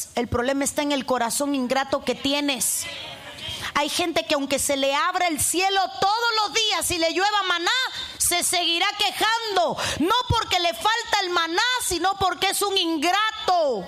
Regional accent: Cuba; moved away; Y hablo de Cuba porque soy cubana.

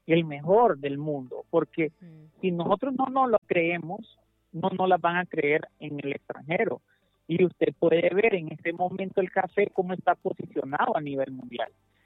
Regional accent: Honduras

